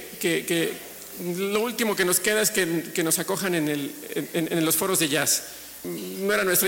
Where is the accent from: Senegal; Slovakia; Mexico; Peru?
Mexico; Aguascalientes; born there; Sí, sí, yo nací en Aguascalientes, pues. Nací aquí en el hospital del Seguro Social hace 28 años.